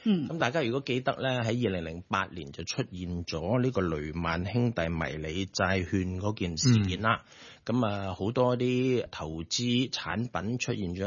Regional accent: China; 其實我哋國家，其實我哋中國人，我哋嘅智慧咧，從來都係要和為貴嘅。

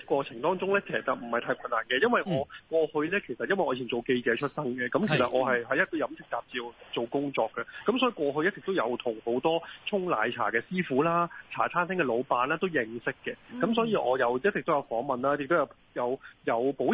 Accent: Hong Kong; 佢里边可能系包含咗我哋香港人嘅某一啲精神嘅

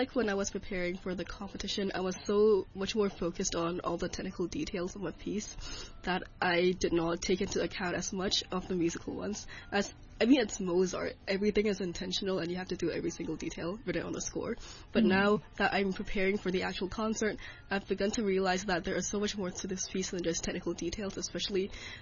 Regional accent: Hong Kong; growing up in Hong Kong

